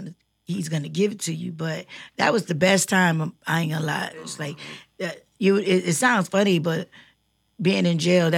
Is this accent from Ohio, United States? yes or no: yes; Cleveland, Ohio, United States; growing up in Cleveland